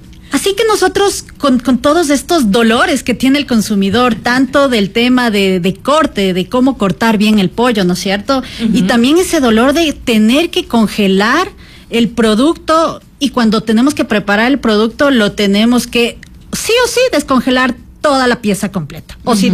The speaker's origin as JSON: {"language": "Spanish", "country": "Ecuador", "said": "Entonces, claro, para nosotros como los ecuatorianos también hay un factor también de precio."}